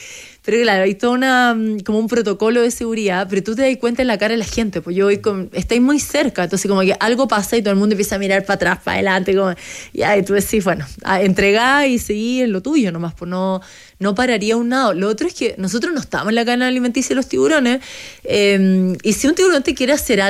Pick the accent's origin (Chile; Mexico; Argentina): Chile; Creo que obviamente para mí como chilena, Antártica tiene todo que ver con nuestros, no sé, nuestras raíces